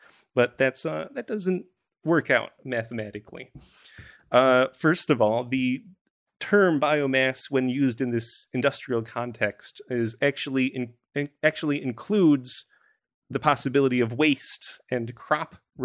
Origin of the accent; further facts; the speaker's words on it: New York, United States; but in my home state of New York, the Phragmites are another invasive species